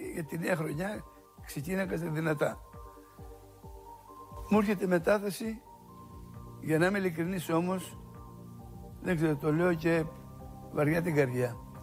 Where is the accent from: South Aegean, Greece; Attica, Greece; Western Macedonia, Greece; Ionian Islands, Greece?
Attica, Greece; Oropos; moved away as an adult; Το ξεκίνημά μου ήταν από το χωριό μου, τον Οροπό.